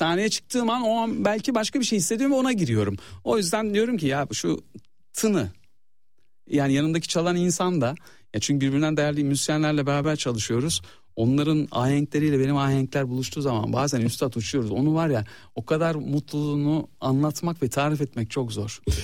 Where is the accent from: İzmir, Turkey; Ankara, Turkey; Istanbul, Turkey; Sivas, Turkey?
Sivas, Turkey; benim Sivas'ta benim köyümde bağlama çalıyorum